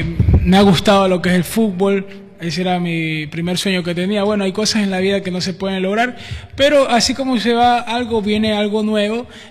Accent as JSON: {"language": "Spanish", "town": "Chone", "region": "Manabí", "country": "Ecuador", "said": "100% ecuatoriano, 100% manabita. Donde sea que voy, siempre digo, soy de Manabí, soy de Chone."}